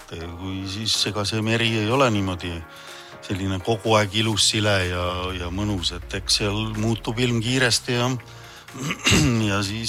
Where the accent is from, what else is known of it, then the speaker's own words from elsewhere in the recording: Hiiu County, Estonia; siin üles kasvanud, vanemad on hiidlased, no. Ise hiidlane.